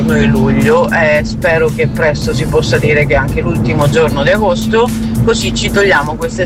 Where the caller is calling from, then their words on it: Chioggia, Veneto, Italy; Io ti ascolto tra Chioggia, dove vivo, anzi sotto Marina, e Padova, dove lavoro.